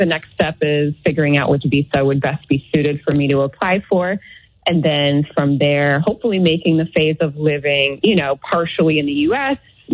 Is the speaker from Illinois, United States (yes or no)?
no; New York, United States; He had some ties here and I do too. I'm from New York.